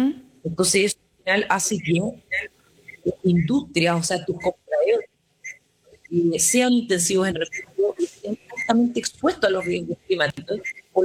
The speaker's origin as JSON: {"language": "Spanish", "town": "Linares", "region": "Maule", "country": "Chile", "tie": "born there", "said": "Yo nací en el Maule, en el Linares específicamente"}